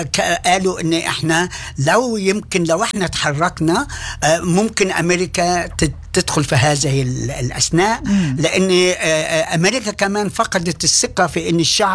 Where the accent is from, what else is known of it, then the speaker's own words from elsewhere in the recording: Egypt; الأمن المركزي عندنا في مصر